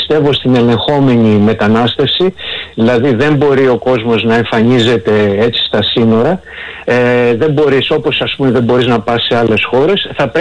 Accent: Greece

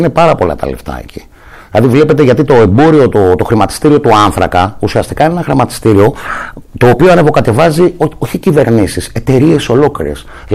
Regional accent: Aliveri, Central Greece, Greece; Διότι ήρθε στο Αλιβέρι την γενέτειρά μου, την ιδιαίτερη πατρίδα μου, το Αλιβέρι Ευβίας, ο κύριος Μητσοτάκης.

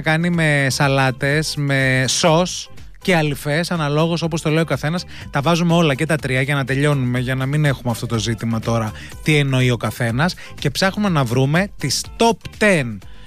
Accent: Thessaloniki, Central Macedonia, Greece

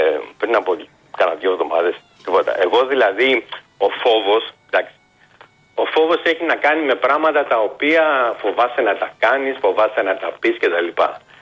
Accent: Nigeria; now in Ireland; Αλλά εγώ εντάξει, μένω στην Ιρλανδία, είμαι από την Αιγυρία, αλλά εγώ κατά βάθος είμαι Έλληνας.

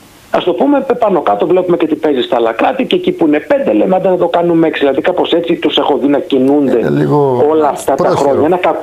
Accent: Lamia, Central Greece, Greece; moved away; Ανεβαίνω καμιά φορά στα μέρη μου στη Λαμία

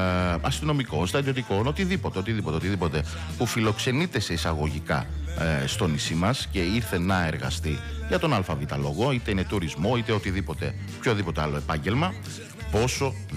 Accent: Rhodes, South Aegean, Greece; εγώ είμαι και από τη Ρόδο

